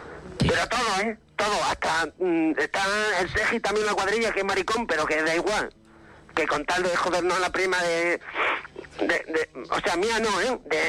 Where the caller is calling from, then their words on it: Basque Country, Spain; aquí pegando a Bilbao